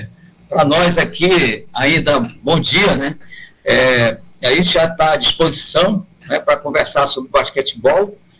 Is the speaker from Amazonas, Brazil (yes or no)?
yes; Manaus, Amazonas, Brazil; que eu moro no norte, moro em Manaus, nasci e me criei em Manaus, né